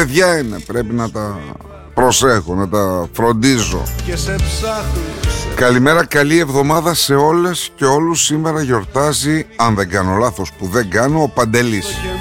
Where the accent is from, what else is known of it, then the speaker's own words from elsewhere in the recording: Milotopos, Central Macedonia, Greece; στο χωριό μου, στον παλιό Μιλότοπο